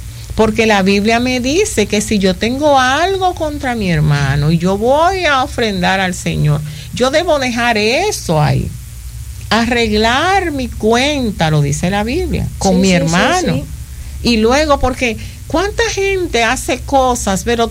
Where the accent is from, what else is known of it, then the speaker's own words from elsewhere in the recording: Dominican Republic; Como decimos en buen dominicano